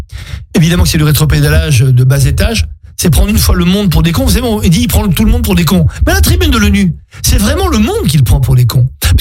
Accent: France; Moi, en tant que Français, oubliez que je sois juif, oubliez que je sois franco-israélien

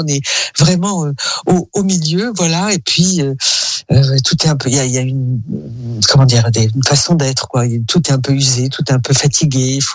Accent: France; Pour moi, je suis française aussi, mais je veux dire, cette espèce de fantasme comme ça

